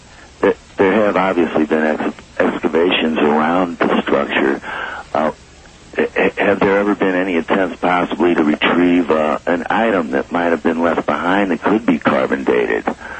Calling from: St. Louis, Missouri, United States; I'm calling from St. Louis, Missouri.

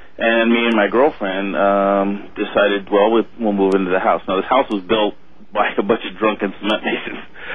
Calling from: Sacramento, California, United States; Oh, I'm fine. I'm calling from Sacramento.

